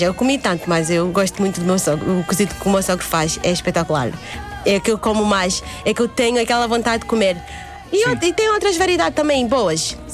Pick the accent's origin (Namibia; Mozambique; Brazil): Namibia; Oshakati, Oshana; Depois de Vinduca, mais populada, Vinduca, depois vem o Oxacate, de onde eu sou.